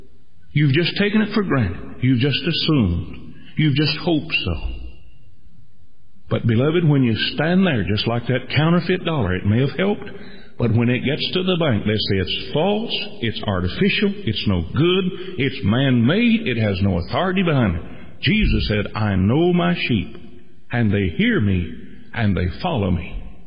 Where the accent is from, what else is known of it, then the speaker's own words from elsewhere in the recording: United States; just as much as I know I'm an American